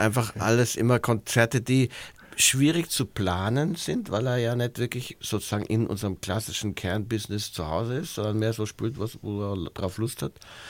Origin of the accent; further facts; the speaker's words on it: Bavaria, Germany; also ich bin groß geworden in der Gegend von München.